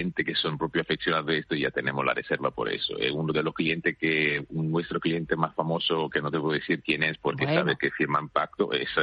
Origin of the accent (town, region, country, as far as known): Italy; Spanish is a second language